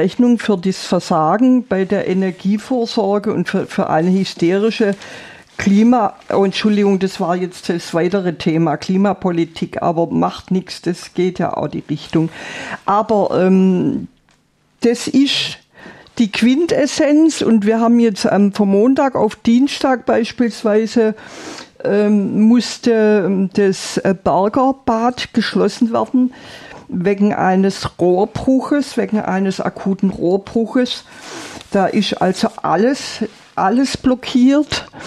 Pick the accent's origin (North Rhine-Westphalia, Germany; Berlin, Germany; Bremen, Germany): Berlin, Germany; now in Stuttgart, Germany; Ich bin in Berlin groß geworden und da gibt es viele Seen, auch in der näheren Umgebung, in denen man im Sommer baden kann.